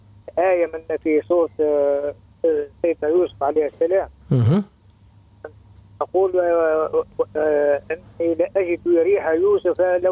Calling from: Gafsa, Gafsa Governorate, Tunisia

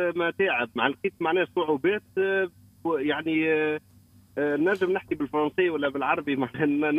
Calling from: Tunisia; خويا انا من تونس،

